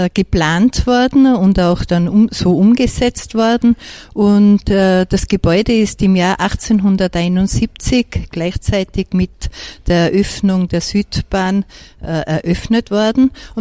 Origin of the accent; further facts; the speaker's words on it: Tyrol, Austria; now in East Tyrol, Austria; Also man wird es ja auch hören, ich bin ja keine gebürtige Osttirolerin, sondern ich bin an der Zillertalbahn aufgewachsen